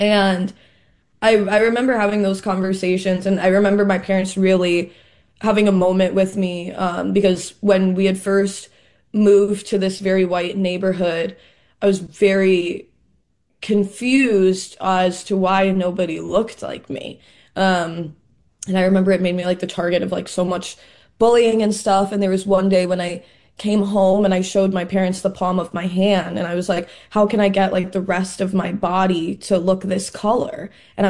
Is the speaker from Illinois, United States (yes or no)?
yes; Chicago, Illinois, United States; growing up in Chicago